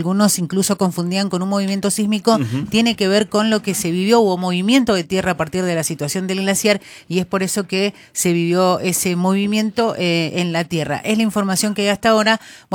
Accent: Argentina

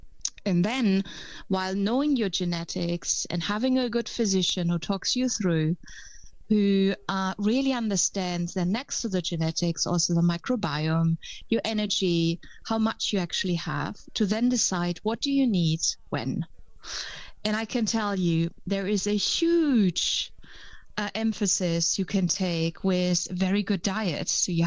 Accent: Germany; English is a second language; now in Netherlands

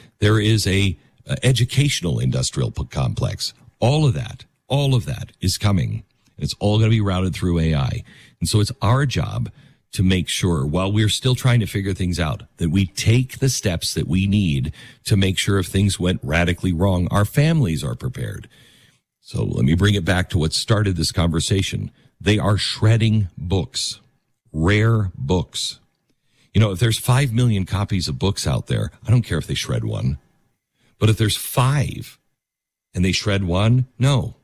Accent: Seattle, Washington, United States; I moved from the West Coast, Seattle, where we had pineapple pizza all the time, Hawaiian pizzas. And that was part of my life growing up, Hawaiian pizza.

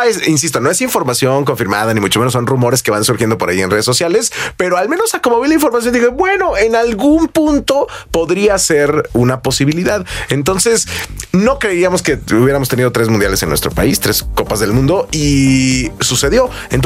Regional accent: Mexico; nos falta mucho como mexicanos

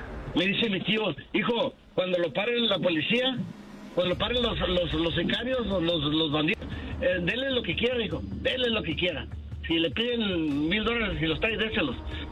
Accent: Mexico; yo nací en México, viví en México, mi niñez la viví en México

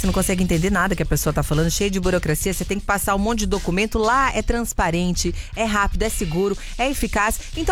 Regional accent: Campinas, São Paulo, Brazil; now in São Paulo, Brazil; Eu sou de Campinas, tá?

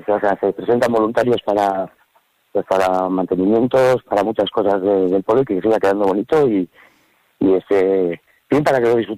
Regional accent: Biscay, Basque Country, Spain; now in Ollita, Spain; Yo soy de Vizcaya

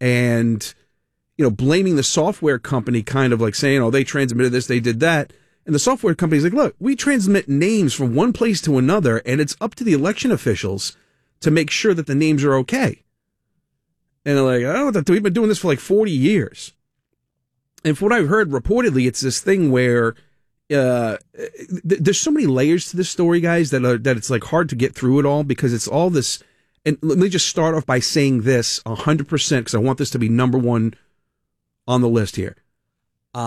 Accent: Providence, Rhode Island, United States; born there; I was born in Women and Infants Hospital in Providence.

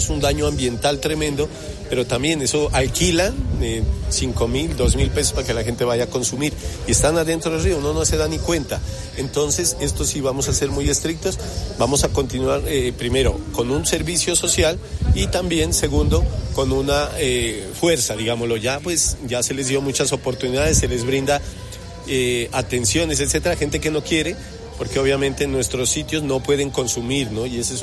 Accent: Pasto, Nariño, Colombia; con la gente es amable, somos amables, el pastuso.

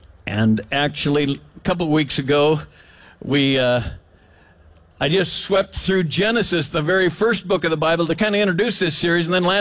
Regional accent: Willamette Valley, Oregon, United States; I was born in Emmanuel Hospital, and I'm an Oregonian, and I love the beauty that we get to live in. I grew up in the Willamette Valley

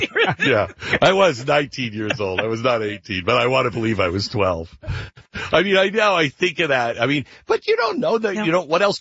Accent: Seattle, Washington, United States; I'm 18 years old. I'm from Seattle.

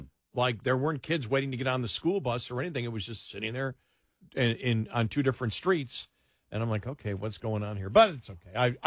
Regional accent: New York, United States; now in Texas, United States; I come from New York, Western New York.

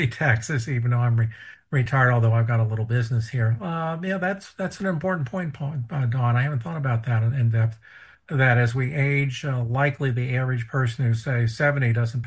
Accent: Ohio, United States; When I grew up in Ohio, never knew about North Carolina.

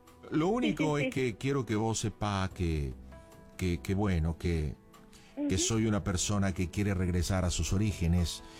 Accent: Argentina; soy argentino.

